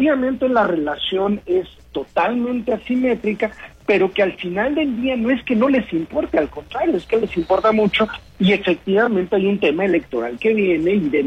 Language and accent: Spanish; Mexico; los principales responsables de la falta de crecimiento de México somos los propios mexicanos